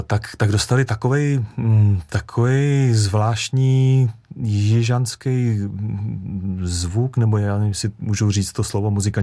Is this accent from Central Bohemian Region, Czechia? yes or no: yes; Rakovník, Central Bohemian Region, Czechia; Jak se to ten kluk, jak tomu ten kluk z Rakovníka přišel vlastně, že jo?